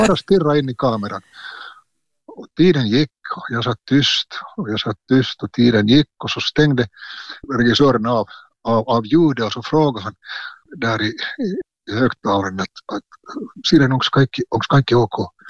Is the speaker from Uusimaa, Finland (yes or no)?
yes; Uusimaa, Finland; Jo, jag flyttade från Västnyland till, eller vi flyttade från Västnyland till Östnyland när jag det där just fylla 7. Och så började jag i folkskola i Tolki svenska folkskola.